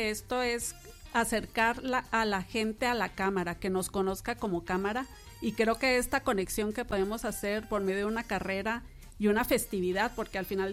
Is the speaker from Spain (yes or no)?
no; Mexico; Y como buenos mexicanos, pues festejando.